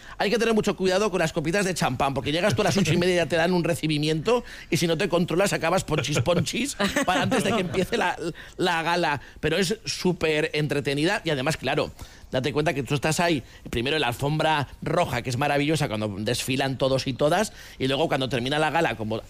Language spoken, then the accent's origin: Spanish; Navarre, Spain; mi tierra, mi Navarra